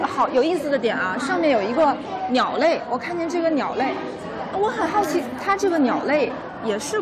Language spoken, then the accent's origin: Chinese; Liaoning, China; moved away; 我家乡是辽宁，